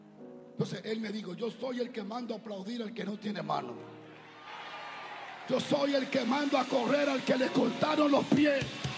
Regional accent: Dominican Republic; Como buen dominicano, siempre un poquitito de arroz, un poquitito de aceite.

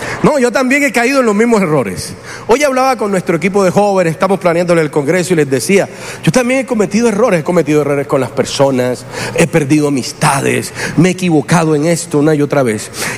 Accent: Colombia; La mayoría de nosotros que somos nacidos aquí en Latinoamérica, en Colombia, somos mestizos.

